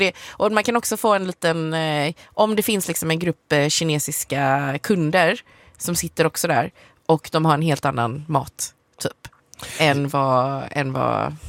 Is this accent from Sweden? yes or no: no; China; Alltså, som kines så vet jag att det finns lite restauranger här och var som kanske är så här, en vanlig sushi-restaurang eller en vanlig så här nudelrestaurang.